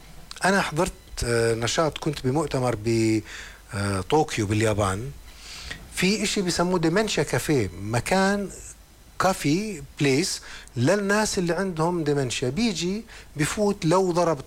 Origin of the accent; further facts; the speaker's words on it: Jordan; عندنا بالأردن